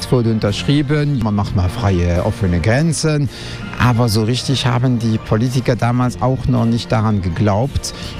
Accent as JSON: {"language": "German", "country": "Luxembourg", "said": "Also als Luxemburger ist man regelmäßig im europäischen Ausland, sei das jetzt in Deutschland, Frankreich oder Belgien."}